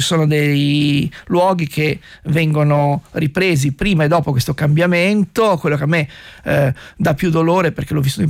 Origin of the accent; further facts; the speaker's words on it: Liguria, Italy; dalle mie parti in Liguria